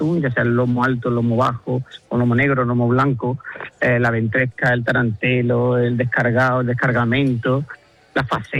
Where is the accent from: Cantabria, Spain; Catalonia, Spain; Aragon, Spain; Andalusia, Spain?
Andalusia, Spain; en mi tierra, en la parte que decías tú, Ana, muy bien, que mi pueblo está a 40... Yo digo que Villarreal está a 40 kilómetros de todo, porque está a 40 kilómetros de Huelva capital